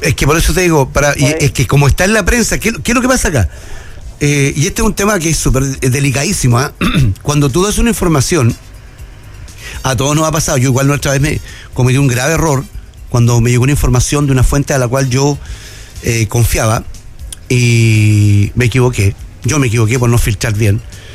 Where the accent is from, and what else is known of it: Chile